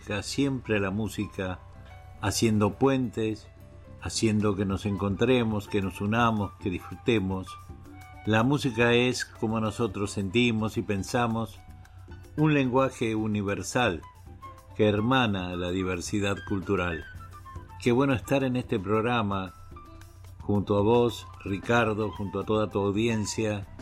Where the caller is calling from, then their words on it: La Plata, Buenos Aires Province, Argentina; Desde Arturo Seguí, nuestro rinconcito en La Plata, les habla … de Radio de Cultura y de Registro de Cultura.